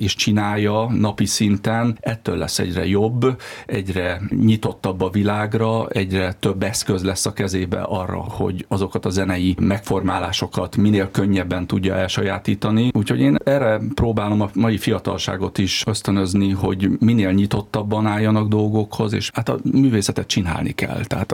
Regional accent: Balassagyarmat, Nógrád, Hungary; a nagyapámat is, aki egy iskolát teremtett Balassagyarmaton, ahonnan én jövök

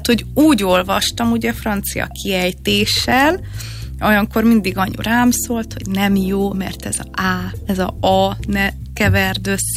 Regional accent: Brussels, Brussels-Capital Region, Belgium; first language Hungarian and French; moved away as an adult; now in Hungary; másfél hónapos korom óta én ugye kint éltem Brüsszelben, én ott jártam óvodába, iskolába, főiskolára, tehát minden kint volt. És aztán 25 évesen, 24-25 évesen hazaköltöztem.

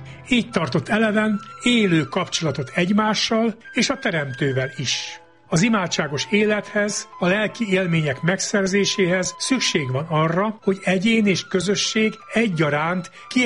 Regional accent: Újkígyós, Békés, Hungary; szülőfalum, Újkígyós

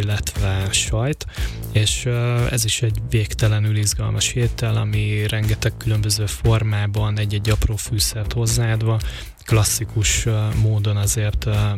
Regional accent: Pápa, Veszprém County, Hungary; mi Pápán cicegének hívjuk

